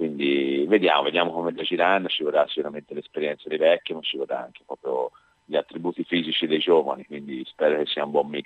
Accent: Colombia; Italian is a second language; now in Italy; ovviamente la Colombia è il mio cuore, è il mio sangue, l'Italia però è dove vivo, quindi dove è nata mia figlia, tutto quanto, quindi diciamo sono come due nazionali di casa.

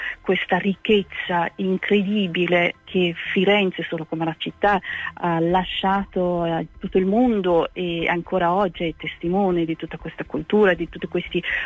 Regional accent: Samarkand, Samarqand Region, Uzbekistan; now in Italy; Samarcanda, la nostra città, la mia città natale

